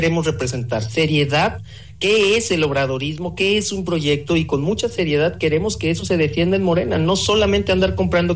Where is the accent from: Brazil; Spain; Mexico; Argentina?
Mexico; San Luis Potosí; born there; venimos del Saucito, venimos de las piedras, venimos del Tangamanga. Nosotros somos potosinos, potosinos, potosinos, y nos hemos formado en los problemas de San Luis.